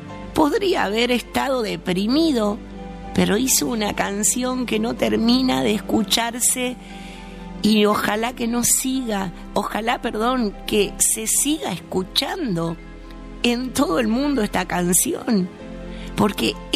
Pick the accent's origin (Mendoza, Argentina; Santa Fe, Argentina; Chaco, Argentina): Chaco, Argentina; Villa Ángela; que soy de la ciudad de Villa Ángela, en el Chaco, oriunda de Villa Ángela, así se dice, ¿no? Oriunda, vengo de ahí, del medio del Chaco.